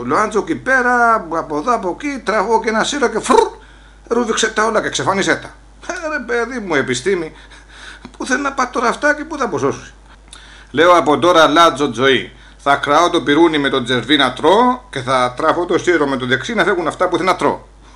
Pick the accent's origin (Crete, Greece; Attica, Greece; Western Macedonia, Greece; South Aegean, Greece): South Aegean, Greece; Olympos; έχω και εγώ λόγο να πω γιατί να είμαι από την Όλυμπο της Καρπάθου